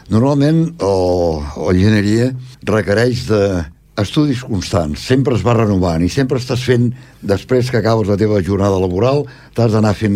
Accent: L'Hospitalet de Llobregat, Catalonia, Spain; born there; now in Esplugues de Llobregat, Spain; No, jo vaig néixer al barri de la Torrassa de l'Hospitalet de Llobregat, el 6 del 3 del 33. Vaig néixer a la Torrassa, sóc enginyer industrial i resideixo a Esplugues des de l'any 1967.

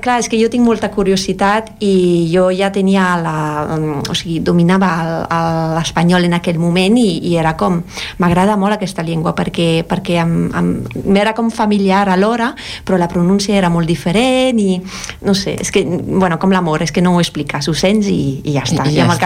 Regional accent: Hauts-de-France, France; Catalan is a second language; jo sóc de França, de les terres del nord de França, gairebé Bèlgica.

